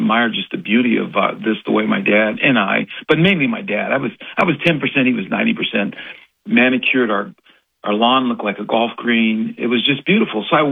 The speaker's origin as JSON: {"language": "English", "town": "Cleveland", "region": "Ohio", "country": "United States", "tie": "born there", "also_born_or_lived": "Chardon, Ohio", "said": "Growing up in Cleveland, it was the city, all that. But after sixth grade, my parents bought this farm in Chardon"}